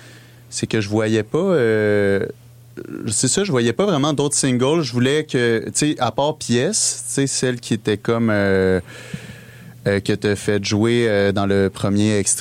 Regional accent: Farnham, Quebec, Canada

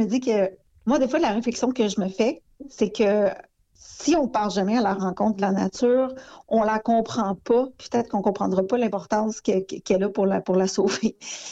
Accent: L'Ascension, Quebec, Canada; qu'il y a eu mon village natal à l'Ascension, il y a eu des pluies diluviennes.

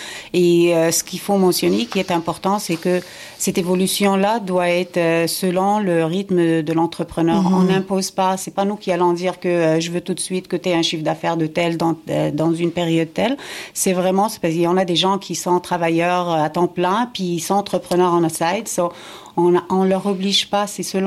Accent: Morocco; now in Canada; moi, je viens du Maroc

